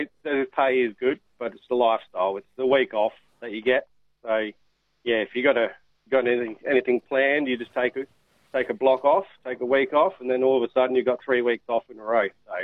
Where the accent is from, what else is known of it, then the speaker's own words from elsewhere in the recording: Victor Harbor, South Australia, Australia; Yeah, yeah, I'm down at Victor Harbour, down God country. Love it down there.